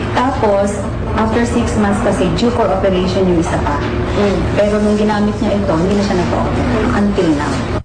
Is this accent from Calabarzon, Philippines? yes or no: no; Cagayan Valley, Philippines; now in Quezon City, Philippines; I'm 62 going 63 years old. I'm from Isabela, Tubong Isabela, but I'm now based in Quezon City.